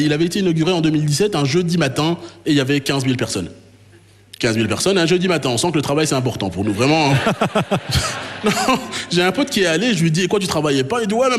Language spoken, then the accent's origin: French; Charleroi, Wallonia, Belgium; Et oui, comme vous le savez tous, je suis originaire de Charleroi.